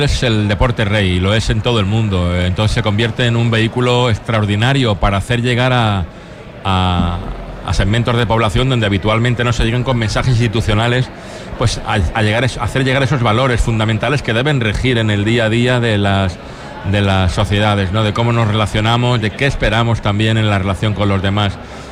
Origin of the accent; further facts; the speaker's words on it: Málaga, Andalusia, Spain; me he presentado como un malagueño